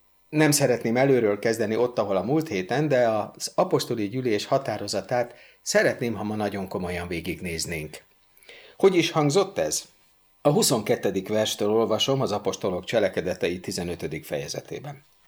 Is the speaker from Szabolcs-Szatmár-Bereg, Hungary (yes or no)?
no; Újpest, Budapest, Hungary; Annak idején én Újpesten nevelkedtem, és volt egy csúnya mondás, ami azt jelenti, hogyha az állami áruháznál, ami Újpest centrumában volt, fékezett egy autó